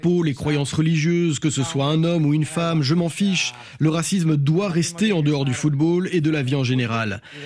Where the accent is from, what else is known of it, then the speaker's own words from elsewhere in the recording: Spain; now in Miami, United States; en tant qu'espagnol dans un pays étranger, je suis reçu ici de manière exceptionnelle.